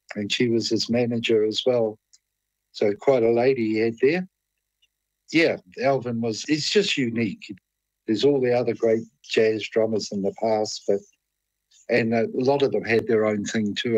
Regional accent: New Zealand; And as soon as he found out I was from New Zealand, he loves New Zealand oysters

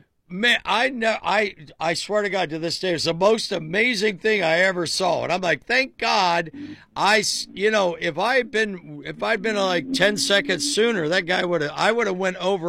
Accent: Tuscarawas County, Ohio, United States; I grew up in Tuscarawas County.

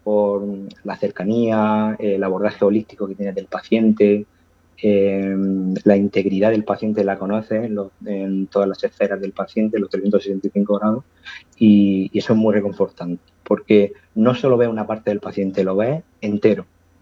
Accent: Abarán, Region of Murcia, Spain; moved away as an adult; now in Vega Baja, Spain; yo soy de Abarán, pero de una pedanía muy chiquitina que se llama Casablanca, una pedanía de Abarán. Y somos un censo de 24 habitantes y casi 13 son de mi familia, o sea que somos una aldea muy chiquitina

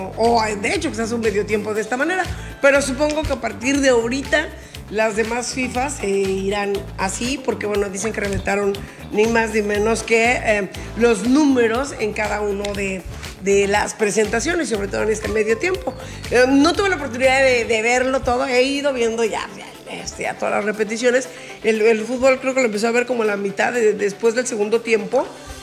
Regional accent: Mexico

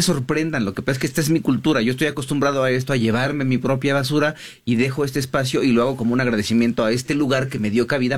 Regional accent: Mexico; Hoy, como mexicanos, pongamos el ejemplo.

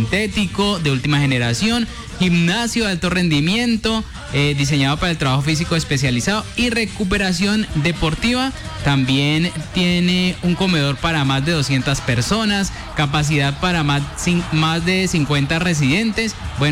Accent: Colombia

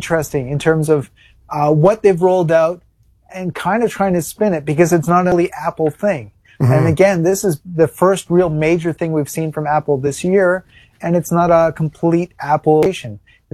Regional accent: Canada; it's weird being Canadian because we're kind of in between the UK and the American experience.

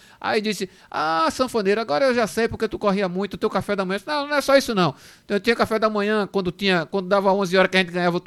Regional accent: Northeast Region, Brazil; eu sou do Nordeste, terra do frevo, do maracatu, do futebol, animal.

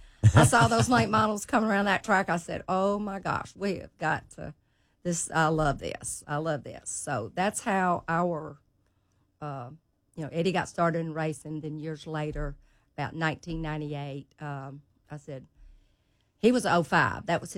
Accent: Memphis, Tennessee, United States; Hey, I was born and raised here in Memphis, Tennessee. For all your old people out there, it was the Sherwood Forest area, as a lot of you probably remember.

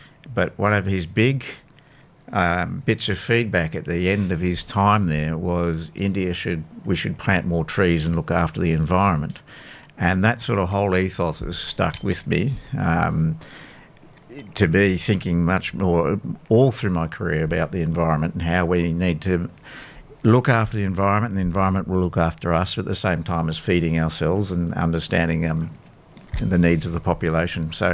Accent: Victoria, Australia; born there; I was born in Gippsland, and I believe my parents created one of the first sort of environmental groups back in the early 60s

